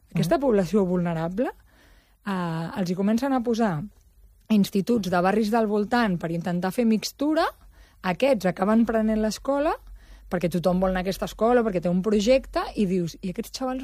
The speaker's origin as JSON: {"language": "Catalan", "town": "Barcelona", "region": "Catalonia", "country": "Spain", "said": "Jo soc de Sant Martí, hi ha moltes escoles que..."}